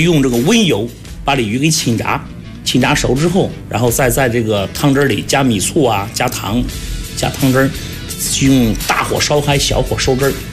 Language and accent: Chinese; Henan, China